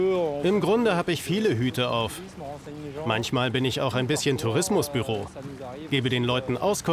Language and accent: German; Occitania, France; Schon als Kind war ich hier unterwegs. Ich habe hier Fahrradfahren gelernt. Ich bin mit dem Blick auf den Kanal groß geworden.